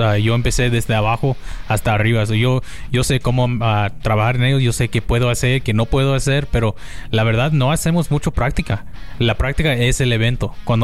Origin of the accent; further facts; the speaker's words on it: Mexico; el único mexicano atrás del volante de uno de estos